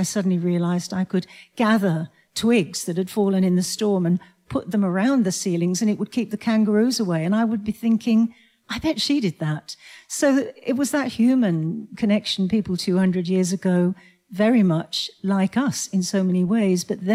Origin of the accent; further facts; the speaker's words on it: South West England, United Kingdom; moved away as an adult; I grew up in the West Country in the UK, in Cornwall